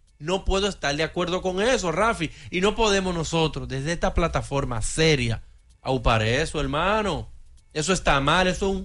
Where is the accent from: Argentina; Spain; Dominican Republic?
Dominican Republic